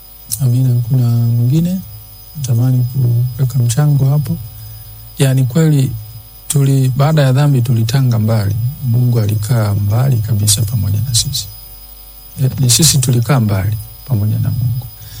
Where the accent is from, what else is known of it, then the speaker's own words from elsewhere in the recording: Singida, Tanzania; natokea Singida, nabarikiwa sana na somo la leo.